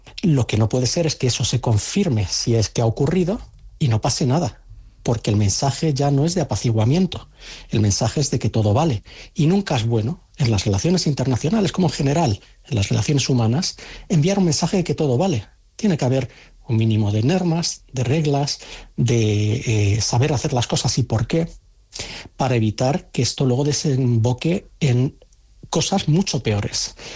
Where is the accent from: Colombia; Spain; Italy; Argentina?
Spain; ahora ya hablo no como analista, sino como ciudadano español